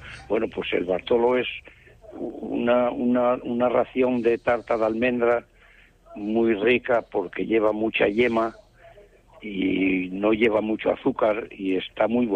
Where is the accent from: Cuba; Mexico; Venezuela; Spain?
Spain; Asturias; also born or lived in El Entrego; now in Oviedo, Spain; Somos llambiones, los asturianos